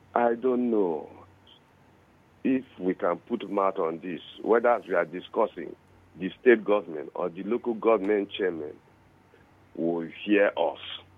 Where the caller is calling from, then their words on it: Oyibo, Nigeria; I'm calling you right from Oyibo.